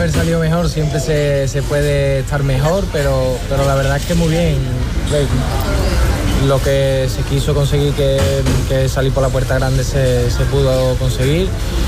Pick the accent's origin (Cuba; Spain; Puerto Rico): Spain; Constantina, Andalusia; now in Seville, Spain; Que Constantina es mi pueblo, pero yo soy, al final vivo aquí, yo me considero de Sevilla, yo soy sevillano